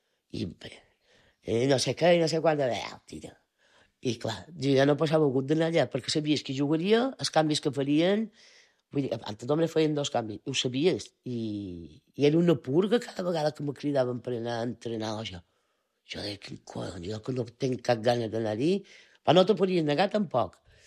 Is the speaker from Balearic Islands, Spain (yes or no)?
yes; Bunyola, Balearic Islands, Spain; Jo som molt de Bunyola.